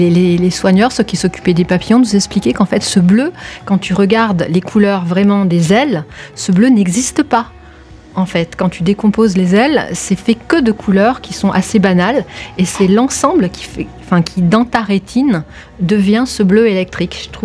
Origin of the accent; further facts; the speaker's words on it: Tourcoing, Hauts-de-France, France; born there; Je suis née à Tourcoing, à côté de Roubaix.